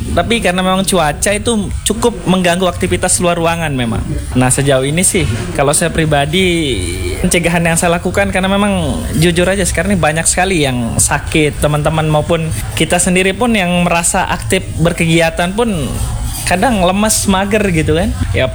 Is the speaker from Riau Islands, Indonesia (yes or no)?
no; Bayan, West Nusa Tenggara, Indonesia; Saya asalnya dari Bayan, Lombok Utara.